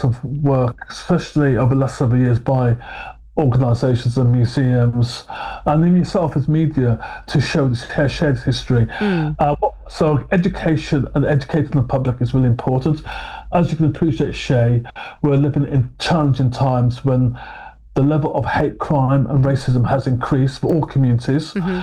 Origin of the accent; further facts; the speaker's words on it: Wolverhampton, West Midlands, United Kingdom; now in London, United Kingdom; in my hometown, where I was born in Wolverhampton